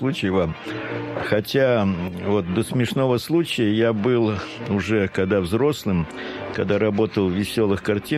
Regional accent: Kazakhstan; born there; Я еще говорю, я еще и казах, потому что я родился в Казахстане. А раз это моя земля и родина, значит, я еще немножко и казах.

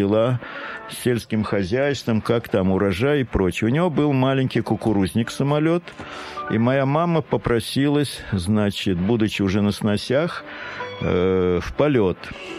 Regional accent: Kazakhstan; born there; Я еще говорю, я еще и казах, потому что я родился в Казахстане. А раз это моя земля и родина, значит, я еще немножко и казах.

